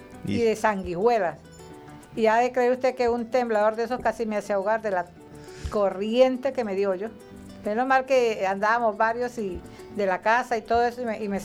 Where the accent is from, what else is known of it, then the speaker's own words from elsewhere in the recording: Los Llanos, Venezuela; yo siendo patiquina, porque soy llanera patiquina, porque me crié y nací en el pueblo y me crié en el pueblo